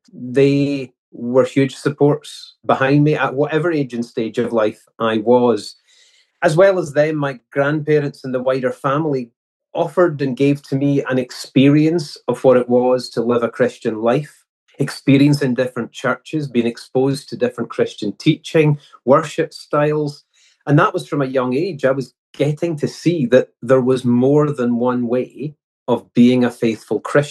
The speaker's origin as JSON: {"language": "English", "town": "Greenock", "region": "Scotland", "country": "United Kingdom", "tie": "born there", "said": "I was born in Greenock on the west coast of Scotland, and my accent probably hints at that. I was born into a Christian family"}